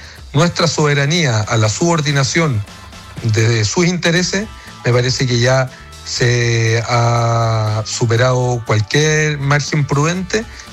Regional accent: Chile; todos somos chilenas y chilenos

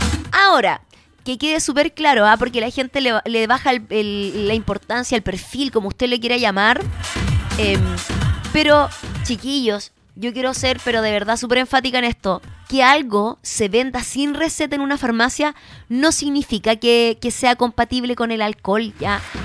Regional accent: Chile; si somos chilenos

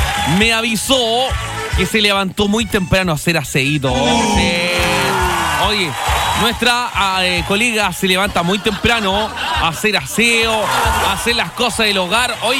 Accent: Valdivia, Los Ríos, Chile; Yo soy de Valdivia, chiquillo, valdiviano. Estoy tan acostumbrado a la lluvia que me da lo mismo la lluvia.

